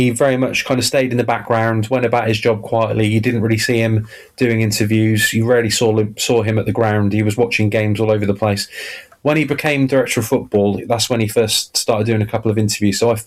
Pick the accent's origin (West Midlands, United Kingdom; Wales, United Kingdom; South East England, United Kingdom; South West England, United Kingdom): South West England, United Kingdom; Cheltenham; born and bred in Cheltenham and grew up as a Cheltenham Town fan